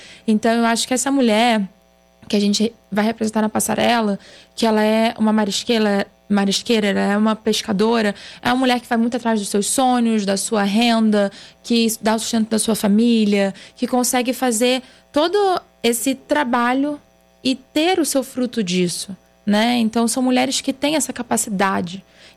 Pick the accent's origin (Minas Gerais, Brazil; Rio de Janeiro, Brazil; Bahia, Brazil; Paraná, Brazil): Rio de Janeiro, Brazil; Niterói; also born or lived in Belém; now in São Paulo, Brazil; Eu nasci em Belém do Pará, eu fui criada em Niterói e eu moro em São Paulo. Então, eu tenho alguns pedacinhos de Brasil dentro de mim.